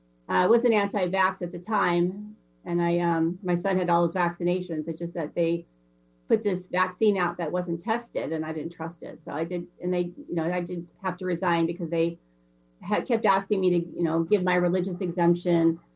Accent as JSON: {"language": "English", "town": "Long Beach", "region": "California", "country": "United States", "tie": "born or raised there", "said": "I am running in my hometown"}